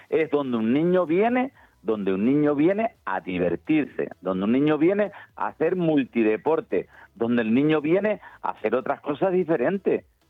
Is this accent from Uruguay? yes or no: no; Icod de los Vinos, Canary Islands, Spain; now in San Sebastián, Spain; Yo venía de San Sebastián y venía de vacaciones a Tenerife, a mi pueblo, a Icó de los Vinos